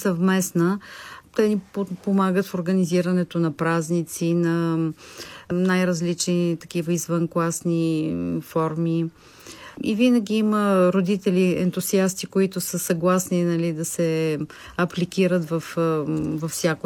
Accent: Sofia, Sofia City, Bulgaria; moved away as an adult; now in France

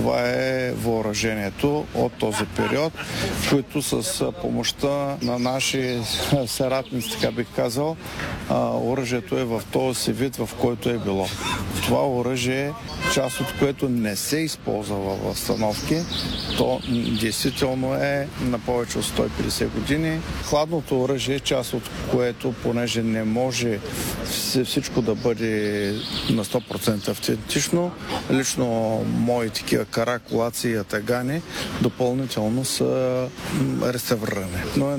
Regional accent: Shumen, Shumen Province, Bulgaria

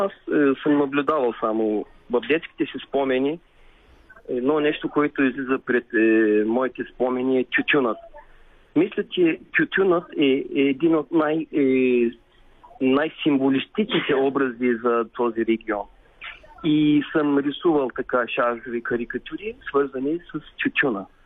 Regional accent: Aytos, Burgas Province, Bulgaria; also born or lived in Boyno; Аз съм роден в село Бойно, в близо до Ардино, но съм израснал в Айтос.

